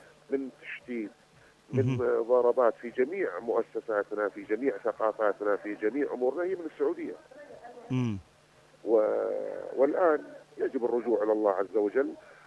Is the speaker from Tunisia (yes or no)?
no; South Yemen, Yemen; ونحن أبناء الجنوب يمن واحد